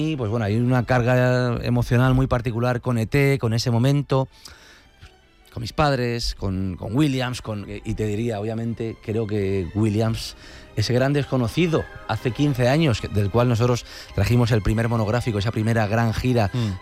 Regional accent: Valencia, Valencian Community, Spain; con 5 años, en Valencia, yo me crié aquí, en Valencia

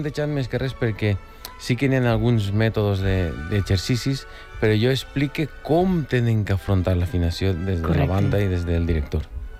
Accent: Fortaleny, Valencian Community, Spain; now in Santiago de Compostela, Spain; Jo soc de Fortaleny.

